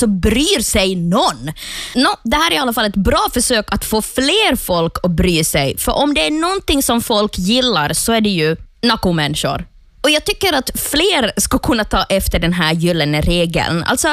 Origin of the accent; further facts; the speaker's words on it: Swedish-speaking Finland, Finland; hemma i Svensk Finland